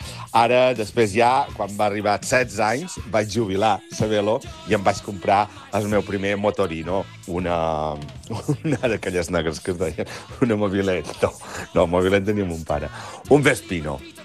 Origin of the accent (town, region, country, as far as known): Ciutadella, Balearic Islands, Spain